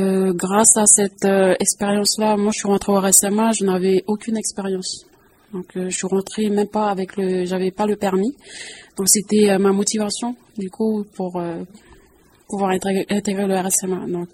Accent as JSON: {"language": "French", "area": "Poindimié", "region": "North Province", "country": "New Caledonia", "tie": "born or raised there", "said": "je suis originaire de Pointe-d'Imier."}